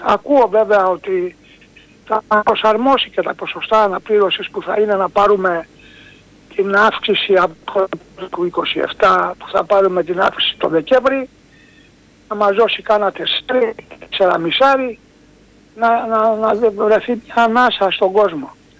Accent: Corfu, Ionian Islands, Greece; εγώ που είμαι από την Κέρκυρα

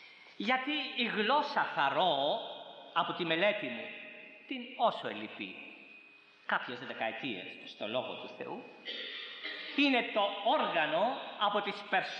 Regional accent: Corfu, Ionian Islands, Greece; στο νησί μου στην Κέρκυρα, ξέρουμε λίγο από ψάρια, όλοι οι νησιώτες.

